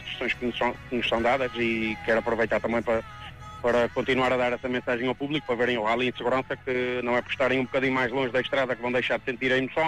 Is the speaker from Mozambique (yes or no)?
no; Santa Maria, Azores, Portugal; Sou daqui, nasci aqui